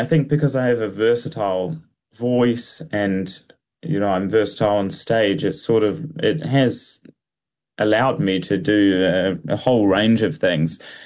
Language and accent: English; Wellington, New Zealand; I grew up in Wellington.